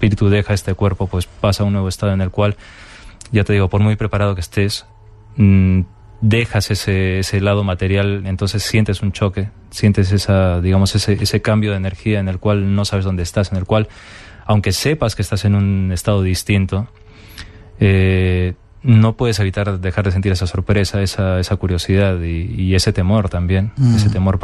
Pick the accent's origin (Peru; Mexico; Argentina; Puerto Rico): Peru; now in Madrid, Spain; yo soy de Perú y mi abuela falleció en Arequipa, en el sur de Perú, y yo estaba aquí en Madrid.